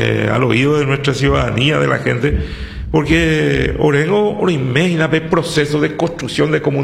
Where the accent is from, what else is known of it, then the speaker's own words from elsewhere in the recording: Ecuador; y yo soy de Ecuador.